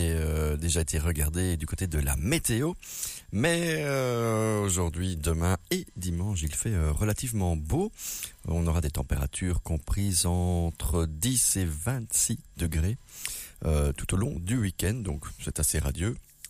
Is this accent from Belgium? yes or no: yes; Belgium; D'ailleurs, je suis belge, mais dans mon cœur, je suis espagnol, moi.